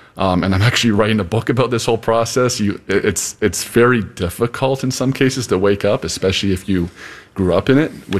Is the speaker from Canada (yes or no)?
yes; Canada; moved away; I came from Canada. My siblings came down from Canada to join me later to work as well.